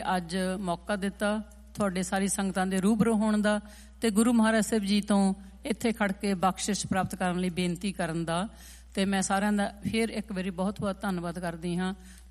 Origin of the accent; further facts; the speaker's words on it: Punjab, India; moved away as an adult; ਦੇਖੋ, ਅਸੀਂ ਪੰਜਾਬ ਤੋਂ ਆਏ ਹਾਂ ਜਾਂ ਇੰਡੀਆ ਤੋਂ ਆਏ ਹਾਂ, ਕਿਤੋਂ ਵੀ, ਅਸੀਂ ਇੱਕ ਵਧੀਆ ਸਿਸਟਮ ਦੇ ਵਿੱਚ ਜਿਉਣ ਦੇ ਲਈ, ਵਧੀਆ ਜ਼ਿੰਦਗੀ ਜਿਉਣ ਦੇ ਲਈ ਅਸੀਂ ਇੱਥੇ ਆਏ ਹਾਂ।